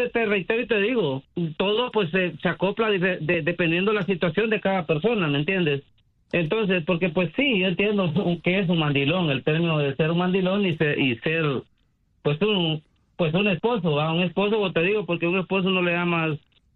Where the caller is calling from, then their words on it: Honduras; accent: centroamericano; soy hondureño.